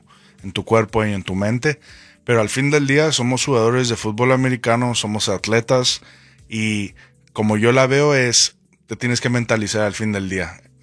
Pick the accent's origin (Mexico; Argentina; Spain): Mexico; yo siendo mexicano, con padres mexicanos, toda mi familia en México, siempre tuve dos mundos.